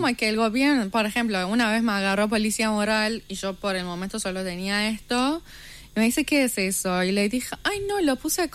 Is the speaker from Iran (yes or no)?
yes; Iran; Spanish is a second language; moved away; una persona que vivió bajo esa represión, que desde muy chica, yo estuve ahí, mi familia estuvo ahí, vivimos.